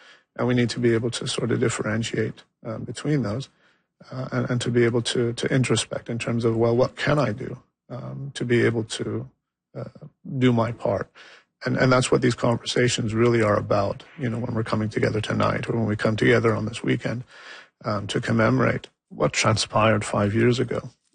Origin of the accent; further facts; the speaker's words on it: London, United Kingdom; What steps am I taking as a Londoner, as a member of this community